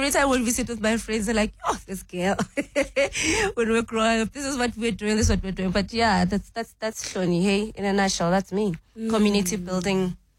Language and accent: English; Alexandra, Gauteng, South Africa; born or raised there